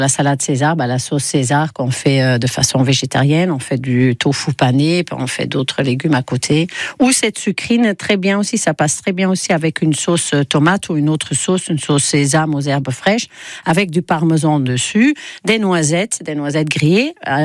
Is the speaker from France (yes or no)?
no; Ghent, Flanders, Belgium; ah, alors je suis de Gand.